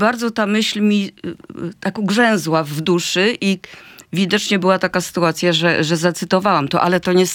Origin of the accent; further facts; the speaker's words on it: Olsztyn, Warmian-Masurian Voivodeship, Poland; Tak, ja się urodziłam we wsi Sząbruk, która jest bardzo blisko Olsztyna. Tam się urodziłam w domu, który jeszcze dzisiaj stoi. Czyli nie w szpitalu, ale w domu zwykłym takim, z czerwonej cegły. I właśnie tam są moje korzenie. Ja stamtąd pochodzę, z tego miejsca, z Olsztyna